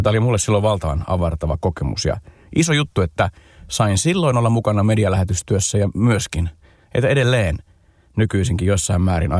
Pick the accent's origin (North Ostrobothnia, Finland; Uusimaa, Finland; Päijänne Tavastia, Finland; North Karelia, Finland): Uusimaa, Finland; Porvoo; omassa kotikaupungissani Porvoossa